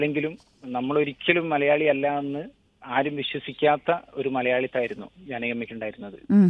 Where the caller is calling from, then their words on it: Narikkuni, Kerala, India; സ്ഥലം നരിക്കുനിയാണ്.